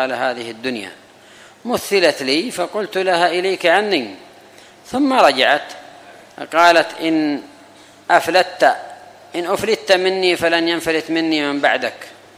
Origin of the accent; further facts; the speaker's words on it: Yemen; أما عندنا في اليمن ما هو معدن التشيع،